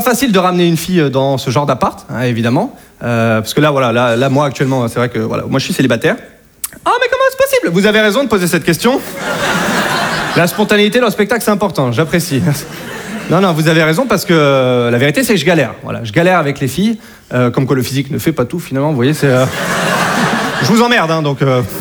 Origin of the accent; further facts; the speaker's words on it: Hauts-de-France, France; moved away as an adult; now in Paris, France; chez moi, en Picardie